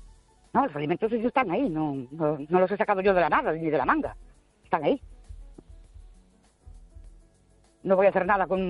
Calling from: Ourense, Galicia, Spain; de Ourense.

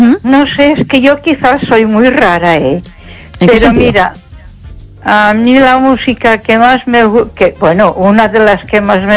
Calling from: Ponferrada, Castile and León, Spain

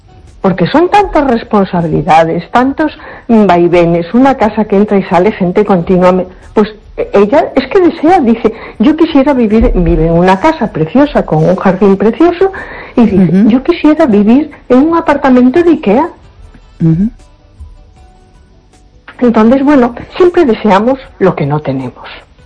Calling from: A Coruña, Galicia, Spain; Hola, buenas noches. … de Coruña.

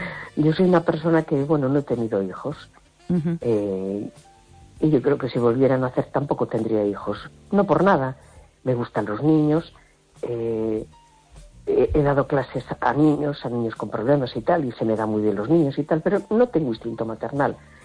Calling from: A Coruña, Galicia, Spain; de la Coruña

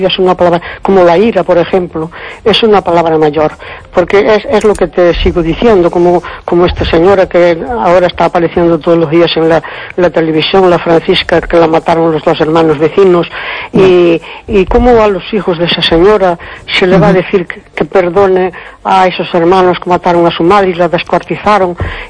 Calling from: Cespón, Galicia, Spain; de Cespón.

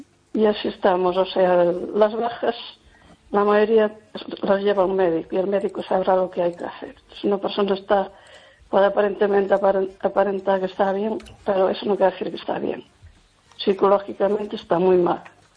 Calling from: Lugo, Galicia, Spain

